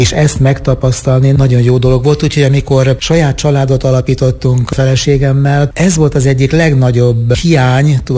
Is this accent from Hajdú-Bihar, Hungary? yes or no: yes; Bagamér, Hajdú-Bihar, Hungary; egy olyan közösségben nőttem föl, egyrészt a családi közösségben, Bagamérben, igen, ahol a szüleim nem csak tanítottak Isten országáról, hanem megélték.